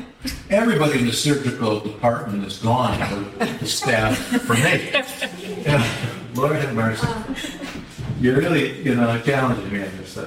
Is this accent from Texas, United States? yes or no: no; Detroit, Michigan, United States; I grew up in Detroit. I'm going to Detroit.